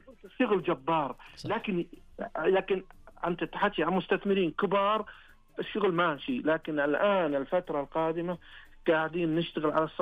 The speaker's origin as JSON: {"language": "Arabic", "country": "Saudi Arabia", "said": "كسعوديين حنا"}